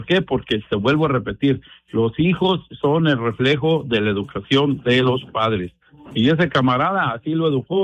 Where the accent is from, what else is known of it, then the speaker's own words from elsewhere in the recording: Mexico; moved away; Yo los crié igual como a mí me criaron en México.